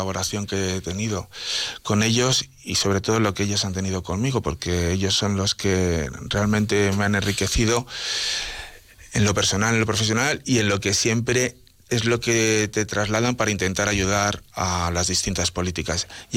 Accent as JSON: {"language": "Spanish", "area": "Fombellida", "region": "Castile and León", "country": "Spain", "said": "Yo vengo de Fuenbellida"}